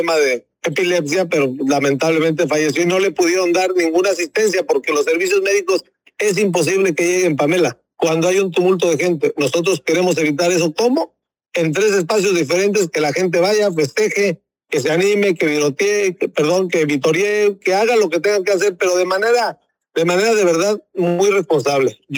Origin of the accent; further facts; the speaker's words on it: Mexico; así somos los mexicanos